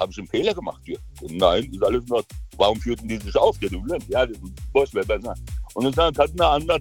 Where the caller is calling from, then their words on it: Ankara, Turkey; Kızılay'dan arıyorum.